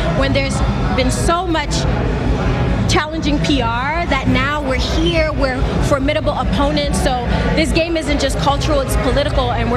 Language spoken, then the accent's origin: English; Boston, Massachusetts, United States; first language Haitian Creole; English is a second language; Haitian through and through. My first language is actually Haitian Creole, and my family immigrated here a little while ago, but we've retained our Haitian culture. I'm from Boston, and that to me was like growing up in Haiti, having all the community together